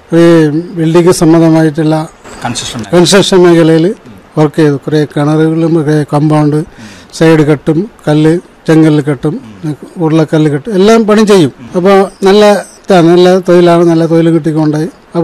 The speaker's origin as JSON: {"language": "Malayalam", "region": "Kerala", "country": "India", "tie": "born or raised there", "said": "ഞാൻ കാരടുക്ക പഞ്ചായത്തിലെ നെല്ലെടുക്ക എന്ന സ്ഥലത്താണ് ജനിച്ചു വളർത്തത്. അപ്പോൾ അവിടെ തന്നെ എൻ്റെ അച്ഛൻ്റെ പറമ്പിലാണ് ഞാൻ സംരക്ഷ കർഷകനായിട്ട് കൃഷി ചെയ്യുന്നുണ്ട്."}